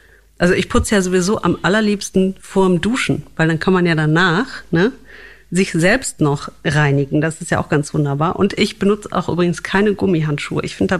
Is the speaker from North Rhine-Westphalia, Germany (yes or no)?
yes; Wuppertal, North Rhine-Westphalia, Germany; Also dieses Einweichen, bis es sauber ist, ne, das nannte man in meiner Heimat Wuppertal Reinweichen.